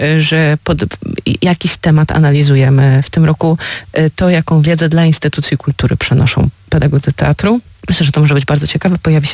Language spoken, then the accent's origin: Polish; Warsaw, Masovian Voivodeship, Poland; Ponieważ my jesteśmy z Warszawy